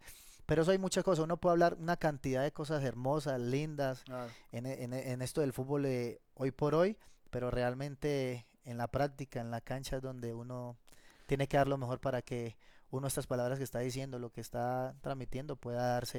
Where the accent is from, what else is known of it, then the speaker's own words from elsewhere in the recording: Colombia; estoy en mi país